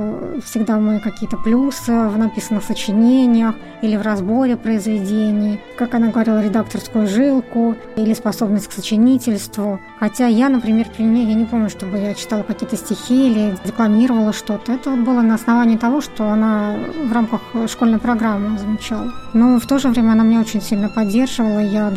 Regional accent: Oryol, Oryol Oblast, Russia; Я родилась в Орле, и мне повезло, что детство до конца начальной школы, оно прошло в частном доме с большой территорией

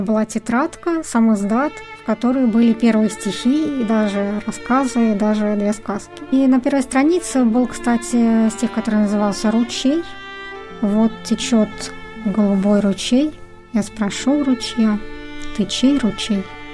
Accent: Oryol, Oryol Oblast, Russia; Я родилась в Орле, и мне повезло, что детство до конца начальной школы, оно прошло в частном доме с большой территорией

